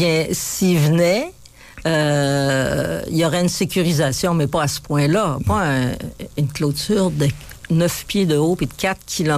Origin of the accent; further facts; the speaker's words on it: Quebec, Canada; Nous, on est des Québécois souverainistes.